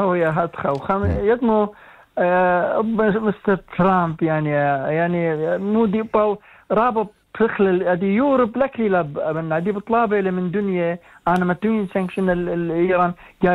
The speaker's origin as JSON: {"language": "Arabic", "country": "Iraq", "said": "انا من العراق"}